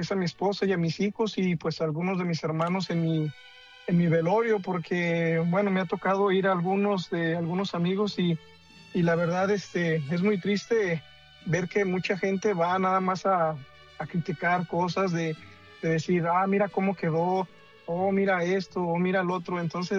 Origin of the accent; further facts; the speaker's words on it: Aguascalientes, Mexico; now in Indiana, United States; yo estoy aquí en Indiana, yo soy de Aguascalientes.